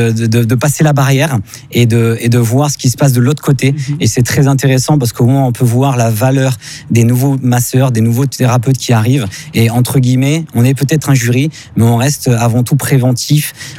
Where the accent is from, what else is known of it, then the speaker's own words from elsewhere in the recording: Provence-Alpes-Côte d'Azur, France; Moi, je suis de la Côte d'Azur, donc j'ai fait quand même 450 km pour venir les voir